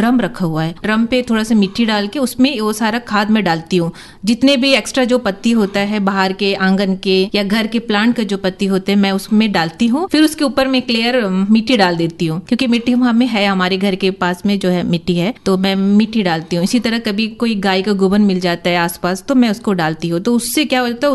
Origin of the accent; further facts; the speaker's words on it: Port Blair, Andaman and Nicobar Islands, India; मैं कामराज नगर की निवासी हूँ